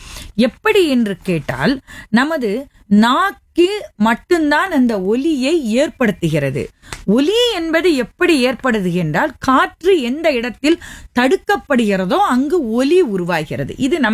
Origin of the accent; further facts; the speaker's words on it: Thoothukudi, Tamil Nadu, India; நான் பிறந்து வளர்ந்தது எல்லாம் தூத்துக்குடி. சிறு வயதிலிருந்தே எட்டயபுரத்தில் எங்கள் பாட்டி ஆசிரிய பயிற்சி முடித்து விட்டு எட்டயபுரத்திலிருந்து எல்லோரும் புலம்பெயர்ந்து தூத்துக்குடிக்கு வந்து விட்டார்கள்.